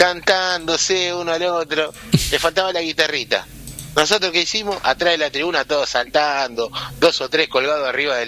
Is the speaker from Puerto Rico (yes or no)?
no; Argentina; Por algo nosotros somos Argentina y ellos son Inglaterra.